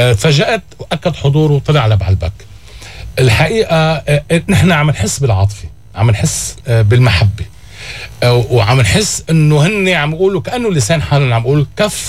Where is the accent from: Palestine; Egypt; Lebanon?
Lebanon; Tripoli, North Governorate; born there; أنا أول شيء وفائي للبنان بشكل عام، بس أنا طبعا مسقط رأسي طرابلس.